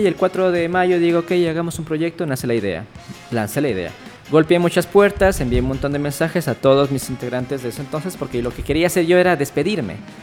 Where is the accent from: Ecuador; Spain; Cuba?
Ecuador; Otavalo, Imbabura; born there; also born or lived in Ibarra; yo nací aquí en Ibarra. Pero los 3 mesecitos me dijeron, aquí no es. Y nos fuimos para Otavalo.